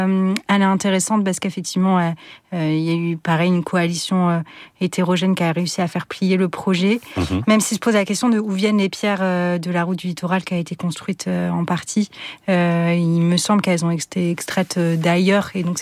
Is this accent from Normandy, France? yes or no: yes; La Hague, Normandy, France; moi c'est là où j'ai grandi